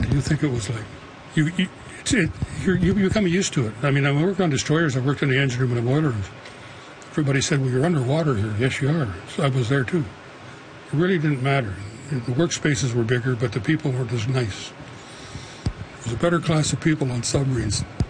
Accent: Aylmer, Canada; I grew up in Aylmer. Joined the Navy at Prevost in 1963.

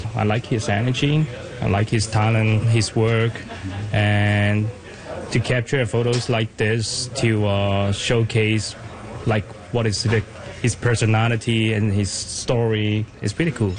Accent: Hong Kong; I come from a whole different world. I come from Hong Kong. This is whole thing is new to me.

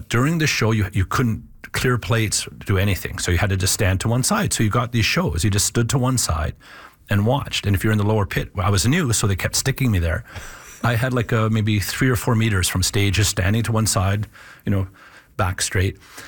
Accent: Fort Vermilion, Alberta, Canada; Well, I grew up in Northern Alberta.

